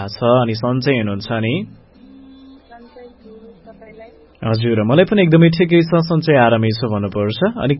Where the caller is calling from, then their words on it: Kathmandu, Bagmati, Nepal; हजुर काठमाडौँबाट